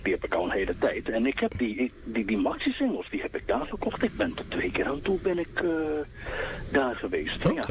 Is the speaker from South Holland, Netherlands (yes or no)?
no; Amsterdam, North Holland, Netherlands; born there; Ik ben ook in Amsterdam geboren.